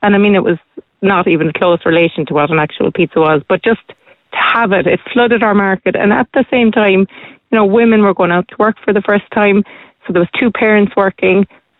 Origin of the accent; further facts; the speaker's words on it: Ireland; what we as Irish foodies and chefs and growers and promoters of all of that regard it as?